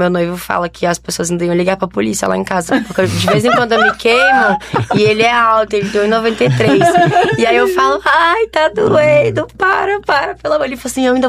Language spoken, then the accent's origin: Portuguese; Brazil; born or raised there; moved away as an adult; also born or lived in São Paulo